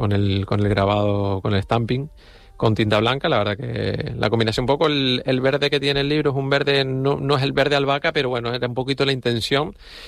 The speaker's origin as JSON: {"language": "Spanish", "town": "Güímar", "region": "Canary Islands", "country": "Spain", "said": "sobre todo al estar fuera de Güímar y decir, oye, soy de Güímar, y preguntarte a la gente"}